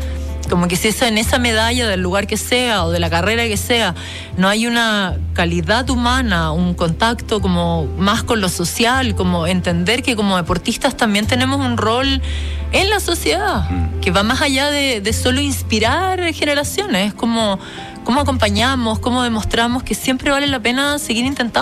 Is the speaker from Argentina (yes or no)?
no; Chile